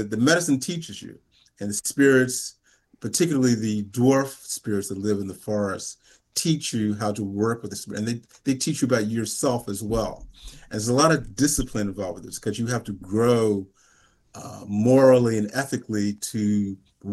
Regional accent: Washington, District of Columbia, United States; born there; also born or lived in Boston; I was born in Washington, D.C.

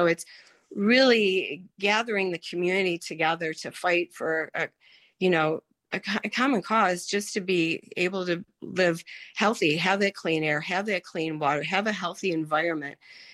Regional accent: Love Canal, New York, United States; because I grew up in Love Canal, I lived on Mason Court, and the way the swells ran, the chemicals, the dioxin would come into the creek.

